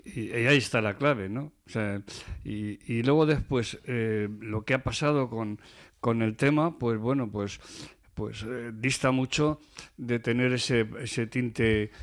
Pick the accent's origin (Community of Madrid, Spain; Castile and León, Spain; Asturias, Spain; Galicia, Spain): Community of Madrid, Spain; Madrid; born there; Yo algunas veces he dicho que yo nací en Madrid de casualidad